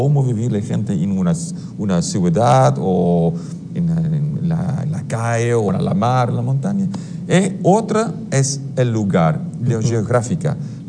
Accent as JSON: {"language": "Spanish", "country": "Belgium", "tie": "born or raised there", "second_language": "Spanish", "moved": "yes", "lives_now": "Acapulco, Mexico", "said": "Yo regreso un poco a mi país natal, Bélgica, pero rápido regreso aquí en Acapulco porque Acapulco es mejor"}